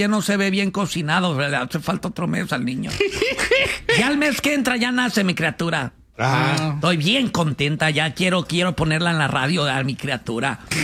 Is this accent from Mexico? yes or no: yes; Mexico; Pero como buenos mexicanos, yo no sé si buenos mexicanos o es parte de la cultura latina